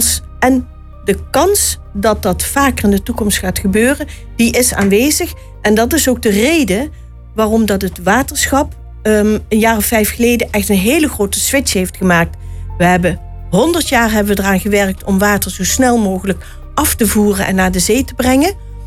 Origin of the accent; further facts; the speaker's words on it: Uden, North Brabant, Netherlands; also born or lived in Limburg / Twente; now in Maarheeze, Netherlands; Ik woon met veel plezier sinds ruim 6 jaar in Marhezen. Daar ben ik neergestreken nadat ik toch wel redelijk door het land getrokken ben. Geboren in Limburg, opgegroeid in Uden, gestudeerd in Twente.